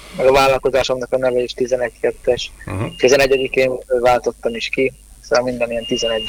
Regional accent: Szabolcs-Szatmár-Bereg, Hungary; now in Jászfényszaru, Hungary; Jászfényszerű, Jászságban vagyok, de amúgy Törzsgyökeres, szabolcsi vagyok

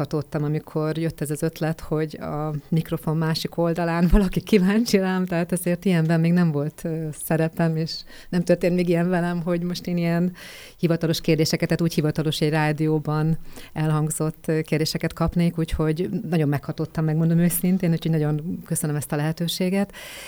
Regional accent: Békéscsaba, Békés, Hungary; born there; én Békés Csabai születésű vagyok

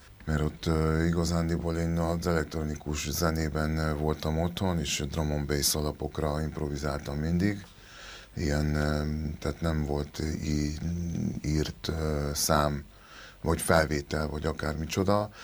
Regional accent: Hungary; born there; first language Spanish; Hungarian is a second language; also born or lived in Barcelona, Spain / Uruguay; én Magyarországon nőttem fel

